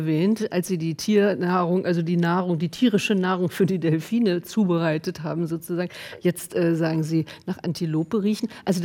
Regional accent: Hanover, Lower Saxony, Germany; Ja, ich komme aus Hannover, ich bin schon so ein bisschen

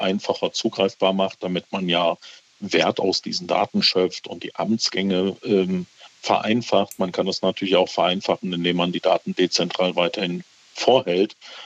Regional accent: Germany; ich eben als Deutscher

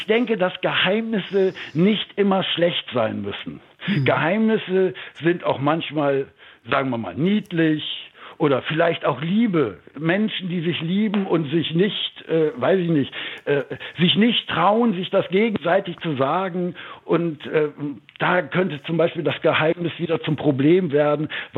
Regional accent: Düsseldorf, North Rhine-Westphalia, Germany; ich bin gebürtiger Düsseldorfer

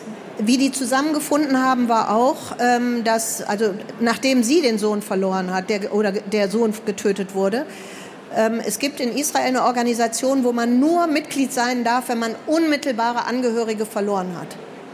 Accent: Germany; Und man fragt sich als Deutscher, als ich mit denen gesprochen habe, da fragte ich sie, wie hältst du das überhaupt aus?

